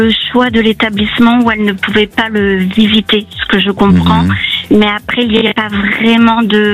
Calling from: South-West France, France; moi je réside dans le sud-ouest.

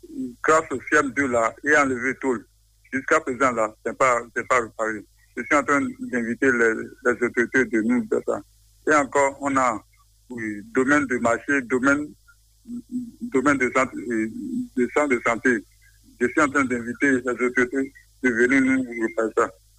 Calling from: Adjarra, Ouémé, Benin; J'appelle de Côte Nouveau, commune d'Adjara, arrondissement de Mangou, Katiyagé.

